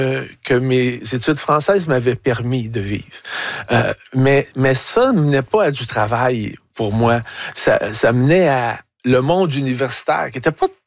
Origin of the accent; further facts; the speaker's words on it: Montreal, Quebec, Canada; Je venais du sous-sol de Montréal-Nord où, dès l'enfance, j'achetais des 45 tours au coin de la rue.